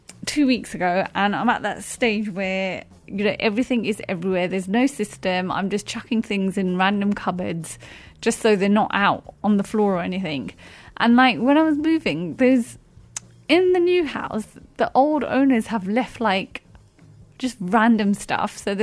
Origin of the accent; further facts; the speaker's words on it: England, United Kingdom; We're English. Well, I'm English.